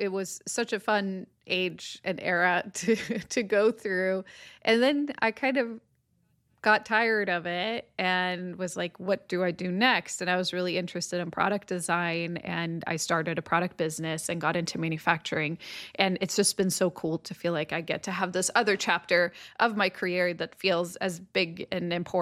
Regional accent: Stockholm, Stockholm County, Sweden; English is a second language; I am from Stockholm, Sweden, and my job is that I am an inventor and YouTuber.

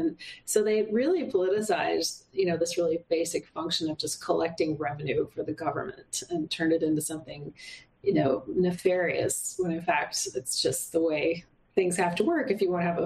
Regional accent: Ogden, Utah, United States; I'm from Ogden, Utah

